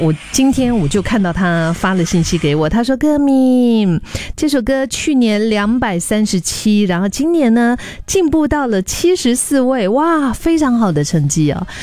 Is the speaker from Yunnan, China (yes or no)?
yes; Dali, Yunnan, China; 大理哦，我的家乡大理的画面全部就出来了。